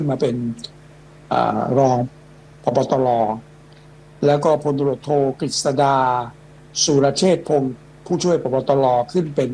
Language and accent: Thai; Surin, Thailand; accent: Surin; าเขาหาว่าผมเป็นเขมรผมก็บอกผมเป็นคนไทยเลยแต่พูดสำเนียง